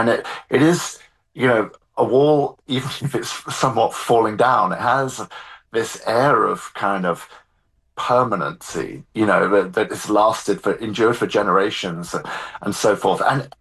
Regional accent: southern England, United Kingdom; moved away; also born or lived in London; I'm from Southern England, you know, which is not an area with stone walls.

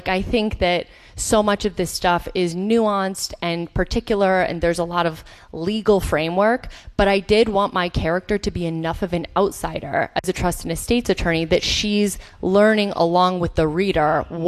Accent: Chicago, Illinois, United States; I'm from Chicago originally. I came to undergrad at Tufts in 2006

